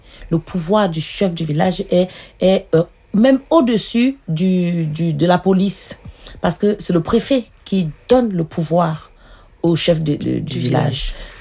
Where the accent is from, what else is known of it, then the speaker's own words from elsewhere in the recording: Cameroon; En tant que Camerounaise